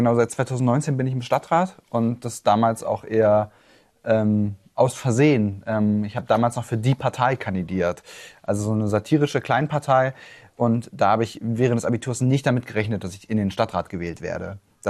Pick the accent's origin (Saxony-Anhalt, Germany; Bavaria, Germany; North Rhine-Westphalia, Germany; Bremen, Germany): Saxony-Anhalt, Germany; Weissenfels; born there; also born or lived in Lützen; ich bin 25 Jahre alt, bin in Waisenfels geboren und aufgewachsen im Bereich Lützen, bin dann 2010 nach Waisenfels gezogen mit meiner Mutter und habe dann 2019 mein Abitur am Goethe-Gymnasium hier gemacht